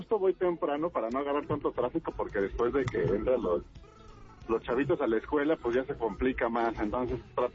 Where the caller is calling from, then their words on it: Mexico City, Mexico; estoy justo en Iztapalapa ahorita.